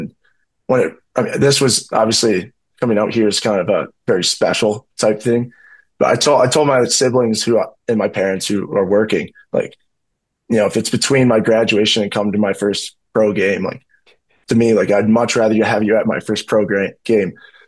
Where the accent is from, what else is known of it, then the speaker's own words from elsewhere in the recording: Chicago, Illinois, United States; Every Sunday, I'm from Chicago. I'm a diehard Bears fan.